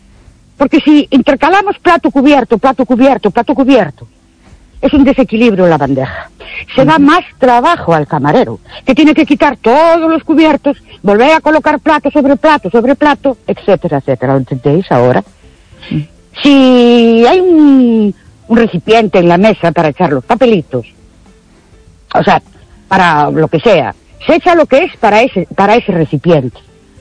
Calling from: Ourense, Galicia, Spain; de Ourense otra vez.

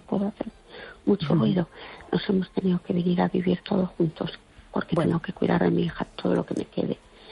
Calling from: Fene, Galicia, Spain; Y oyentes

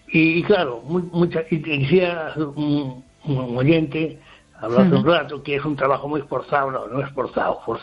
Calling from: Ferrol, Galicia, Spain; Hola, buenas noches, Esther. … aquí de Ferrol.

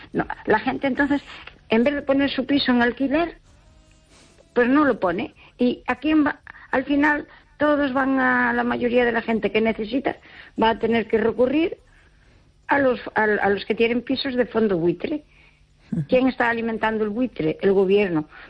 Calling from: Pontevedra, Galicia, Spain; Hola, buenas noches. … de Pontevedra.

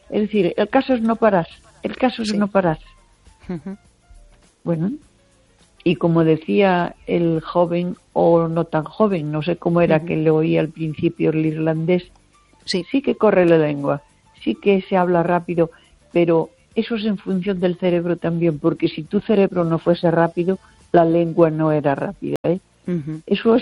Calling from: Baiona, Galicia, Spain

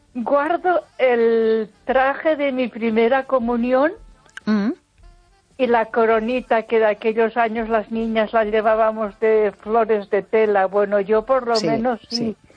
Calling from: Ponferrada, Castile and León, Spain; de Ponferrada.

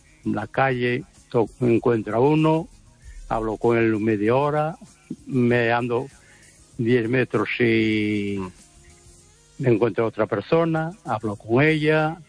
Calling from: Cangas de Morrazo, Galicia, Spain; De Cangas de Morrazo

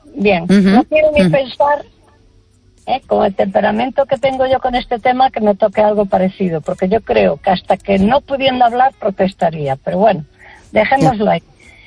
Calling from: A Coruña, Galicia, Spain; De Coruña.

